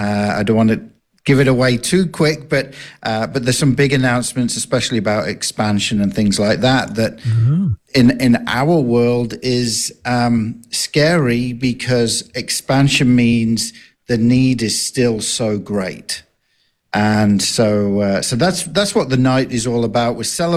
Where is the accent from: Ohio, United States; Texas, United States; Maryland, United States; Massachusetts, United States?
Texas, United States; accent: Texas; And I'm glad you like my Texas accent.